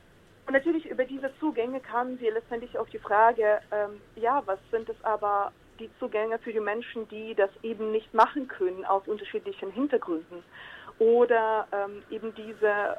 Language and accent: German; Ukraine; ich habe als Kind in der Ukraine, als ich dann noch die Ukraine ganz ganz junger Staat war, ich habe dann mit anderen Mädchen aus meinem Nachbarschaft auch Modenschauen organisiert.